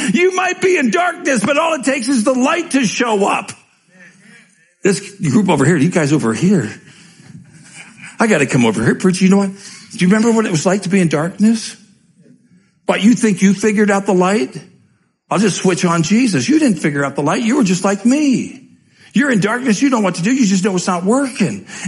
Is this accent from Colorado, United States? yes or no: yes; Commerce City, Colorado, United States; I grew up in Commerce City, Colorado. It's really dark there. It was dark 52 years ago. It's still dark. Man, I am so old